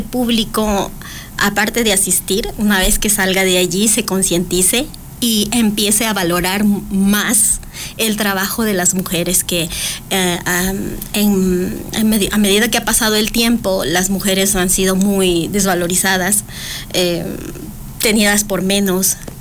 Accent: La Troncal, Cañar, Ecuador; Yo vengo de la tierra dulce del Cañar, la troncal.

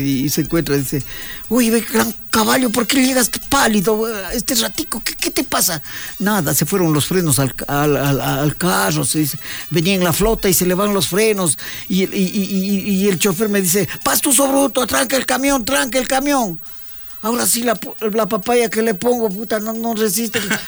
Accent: Quito, Pichincha, Ecuador; a mí me ven en la calle y me dicen, usted es quiteño. Parezco alemán, pero soy quiteña.

